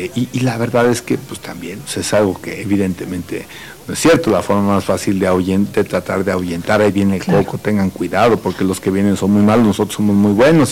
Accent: Querétaro, Mexico; born there; yo soy queretano, yo aquí nací, soy de varias generaciones, yo no sé hasta dónde llegan de queretanos

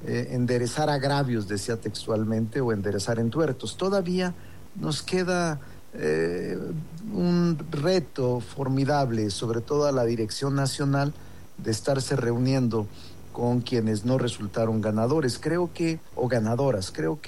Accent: Zacatecas, Mexico; Zacatecas, mi tierra

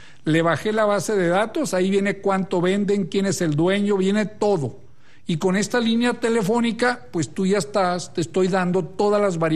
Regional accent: Torreón, Coahuila, Mexico; now in Guadalajara, Mexico; Torreón, Coahuila.

